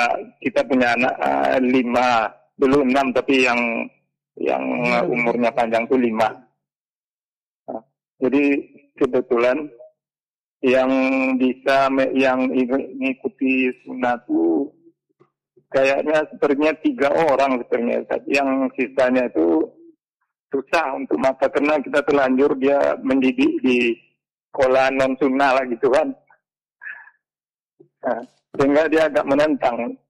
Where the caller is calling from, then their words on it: Kampar, Riau, Indonesia; Kami dari Ambalo Kampar, Ustaz.